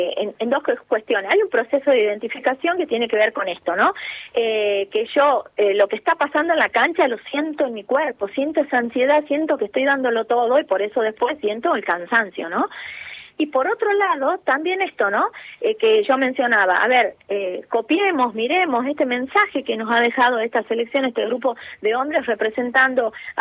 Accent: Argentina; soy argentina

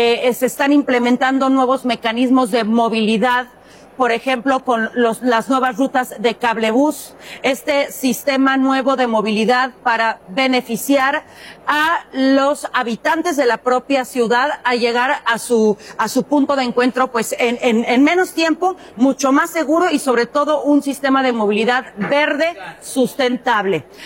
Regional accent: Mexico; somos orgullosamente mexicanos y mexicanas.

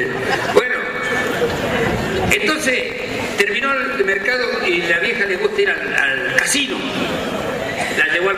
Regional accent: San Francisco, Córdoba, Argentina; Pero bueno, tenemos las historias de mi pueblo. Hay un cuento que me gusta porque es de un viejo de mi pueblo que le gustan las mujeres, la de él y las otras. Nosotros le decimos un pitero, no sé cómo le dicen acá.

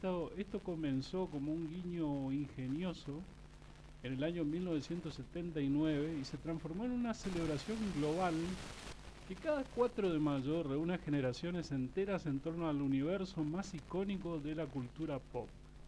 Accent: Argentina; Nosotros, como buenos argentinos que somos ingenios

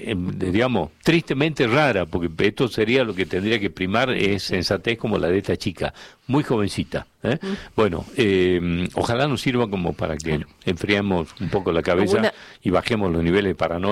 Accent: Argentina; los argentinos somos, no somos

